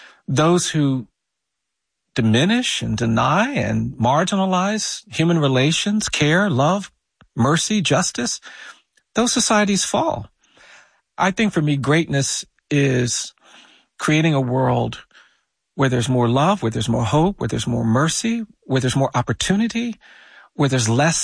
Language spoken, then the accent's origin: English; United States